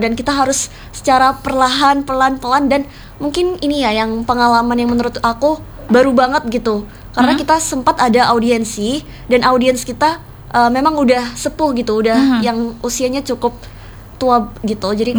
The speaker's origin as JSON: {"language": "Indonesian", "area": "Ngawi, Sidoarjo", "region": "East Java", "country": "Indonesia", "moved": "as an adult", "lives_now": "Jember, Indonesia", "said": "Sebenarnya orang Jawa juga sih kak. Aku dari Ngawi, dari Sidoarjo."}